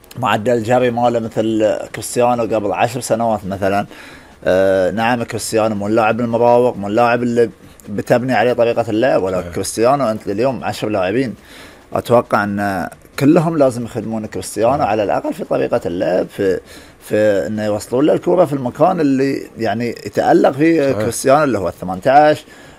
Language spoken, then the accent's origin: Arabic; Bahrain; احنا كمنتخب بحريني